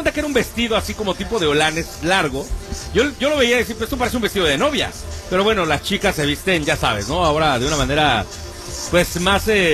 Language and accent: Spanish; Mexico City, Mexico; En la Ciudad de México.